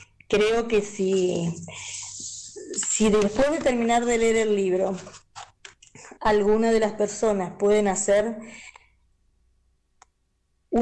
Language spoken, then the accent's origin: Spanish; Carlos Tejedor, Buenos Aires Province, Argentina; now in La Plata, Argentina; soy de Carlos Tejedor, provincia de Buenos Aires, pero hace 40 años que vivo en la ciudad de Las Diagonales, ciudad que amo y donde he formado familia, estudios y demás.